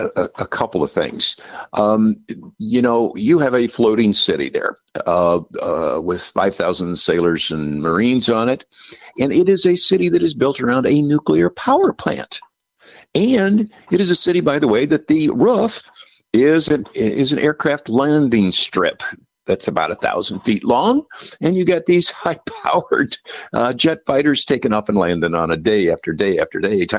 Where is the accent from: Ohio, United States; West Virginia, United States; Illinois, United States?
Illinois, United States; Sandwich; born there; I went to high school in Sandwich.